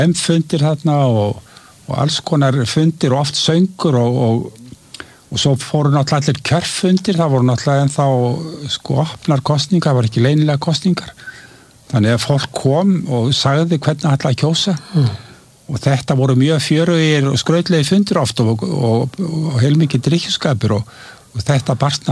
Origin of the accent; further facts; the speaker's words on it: Reykjavík, Capital Region, Iceland; Þegar ég sko var að alast upp hérna í Reykjavík, þá var sko þetta mjög þétt borg.